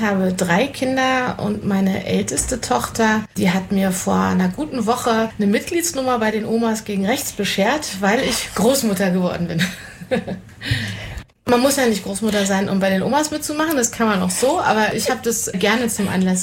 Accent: Berlin, Germany; born there; now in Quedlinburg, Germany

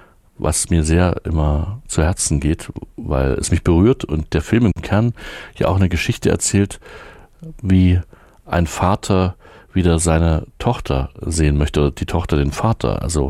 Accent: Erfurt, Thuringia, Germany; als Erfurter in der DDR haben wir zumindest auch Westfernsehen geschaut, wie viele andere

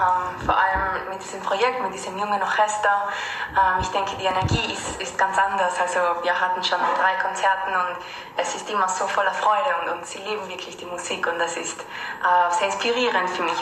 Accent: Granada, Andalusia, Spain; Und das ist aus meiner Heimatstadt, aus Granada.

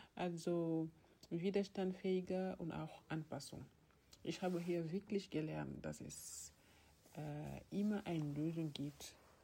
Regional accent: Senegal; German is a second language; moved away as an adult; now in Germany; ich komme aus dem Senegal. Ich bin 31 Jahre alt.

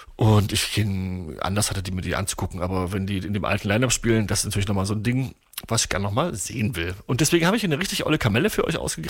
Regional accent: Torgau, Saxony, Germany; ich komme aus Torgau, das ist meine Heimatstadt. Meine Eltern, meine Mutter wohnt nicht weit weg vom Festivalgelände.

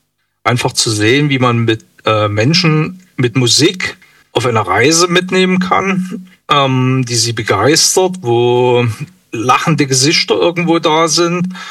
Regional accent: Saxony, Germany; ich komme aus der Nähe von Radeberg, ganz kleines Dorf.

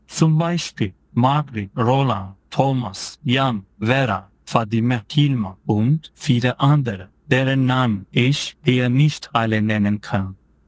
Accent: Turkey; German is a second language; moved away as an adult; now in Germany; ich komme aus der Türkei und lebe seit 3 Jahren in Deutschland.

